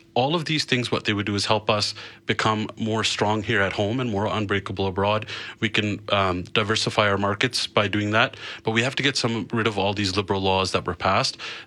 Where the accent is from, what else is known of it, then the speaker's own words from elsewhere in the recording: Calgary, Alberta, Canada; I am blessed enough to be able to represent the riding that I grew up in, where I moved to when we first moved to this g